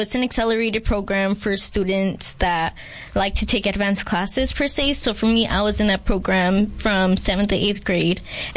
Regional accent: Somerton, Arizona, United States; also born or lived in Georgia; now in Yuma, United States; So I am from Somerton, born in Georgia, so raised in Somerton, but did almost everything here in Yuma.

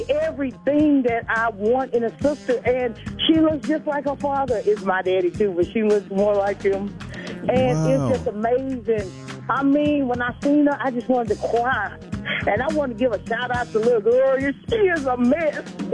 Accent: Beaumont, Texas, United States; I just want to say I'm from Beaumont, Texas. I'm down here visiting my sister.

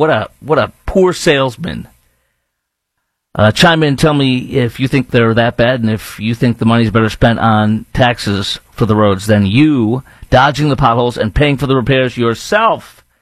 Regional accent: Illinois, United States

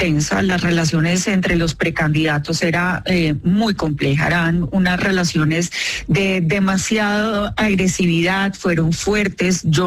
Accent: Colombia; Eso no quiere decir que tanto yo como otros colombianos no podamos honrar ese legado

